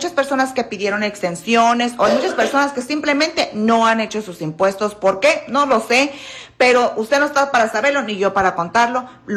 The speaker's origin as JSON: {"language": "Spanish", "region": "Michoacán", "country": "Mexico", "said": "No, soy de Michoacán."}